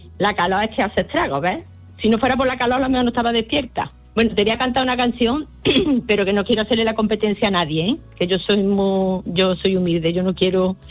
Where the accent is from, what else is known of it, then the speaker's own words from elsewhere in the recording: Córdoba, Andalusia, Spain; de los pies a la cabeza.